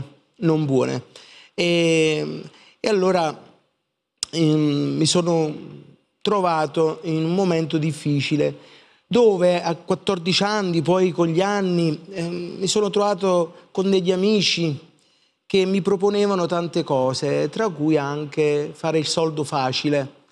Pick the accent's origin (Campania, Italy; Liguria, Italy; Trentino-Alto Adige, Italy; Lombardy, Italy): Campania, Italy; Caivano; io sono di Caivano di origine e, diciamo, dopo il terremoto dell'80 siamo andati in queste case popolari, cosiddetto Parco Verde. Sono andato all'età di 14 anni